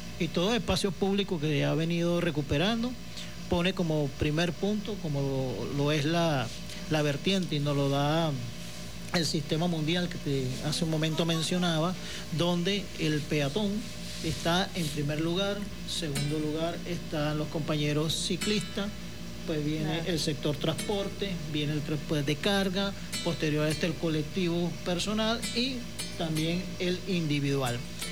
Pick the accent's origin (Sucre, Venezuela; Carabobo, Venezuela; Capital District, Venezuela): Sucre, Venezuela; Carúpano; now in Maturín, Venezuela; Yo soy de Sucre, Carúpano, específicamente